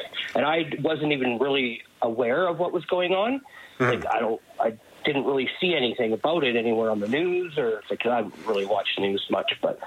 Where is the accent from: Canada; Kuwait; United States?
Canada; also born or lived in Germany; I've been a Canadian citizen since the day I was born, but I was born in Germany in a British military hospital, which is the same as being born in Canada, as far as I'm concerned. And my parents were both Canadian. So we moved back to Canada when I was a year old